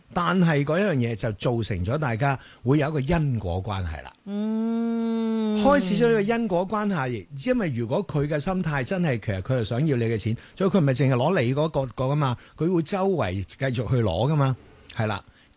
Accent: China; 我们中国人觉得没有饭吃是很惨。

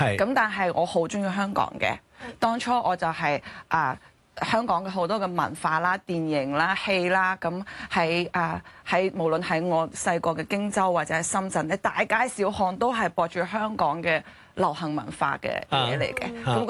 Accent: Jingzhou, Hubei, China; now in Hong Kong; 我家鄉嘅人最中意打麻雀噶啦

